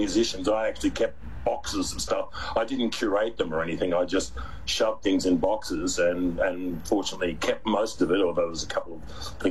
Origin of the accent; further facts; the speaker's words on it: Melbourne, Victoria, Australia; also born or lived in Sydney; I was born in Sydney, and so was my family, but we lived in Melbourne for most of our formative years.